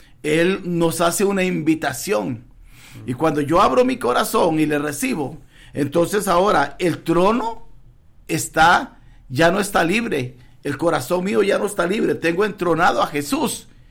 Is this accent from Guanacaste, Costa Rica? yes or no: yes; Guanacaste, Costa Rica; como yo soy de allá, Guanacaste